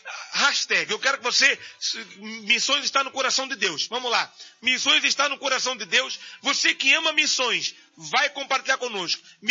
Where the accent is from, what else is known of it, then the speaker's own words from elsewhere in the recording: Mozambique; Não, nós somos de Moçambique. A África do Sul fala inglês e Moçambique fala português, tá?